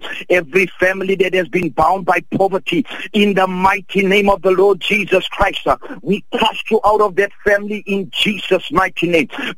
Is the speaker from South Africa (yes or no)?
yes; Johannesburg, Gauteng, South Africa; now in Oudtshoorn, South Africa; I'm originally from Johannesburg, but by the grace of God, I got relocated to Oudtshoorn. I've been here for about 10 years now.